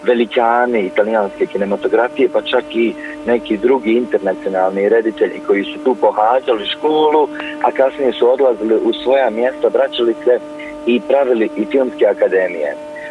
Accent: Srebrenica, Republika Srpska, Bosnia & Herzegovina; born there; Prije svega, mislim, ja sam rođen u Srebrenici i mislim, jako mi je bilo bitno da se prikaže i ta druga, da kažem, strana, da su tamo živjeli ljudi

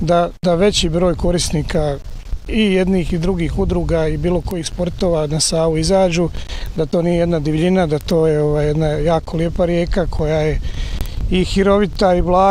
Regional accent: Orašje, Federation of Bosnia and Herzegovina, Bosnia & Herzegovina

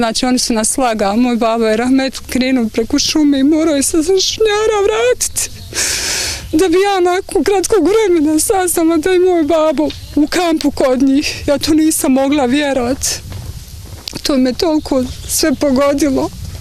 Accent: Trnjača, Republika Srpska, Bosnia & Herzegovina; Dolazim iz Trinjače, to je opština Zvornik.

